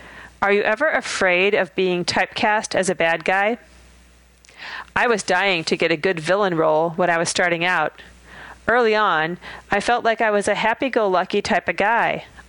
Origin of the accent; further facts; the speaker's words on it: Modesto, California, United States; And I grew up in Modesto. Modesto is a shit-kicker town.